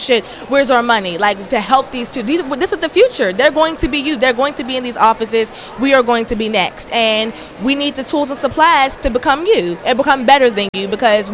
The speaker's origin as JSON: {"language": "English", "town": "Pittsburgh", "region": "Pennsylvania", "country": "United States", "said": "I'm from Allegheny County, Pittsburgh, Pennsylvania, and I work for NLA Reading Warriors."}